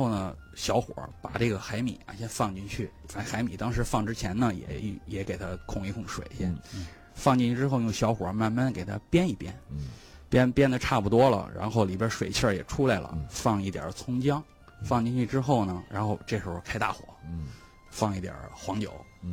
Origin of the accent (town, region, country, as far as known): Beijing, China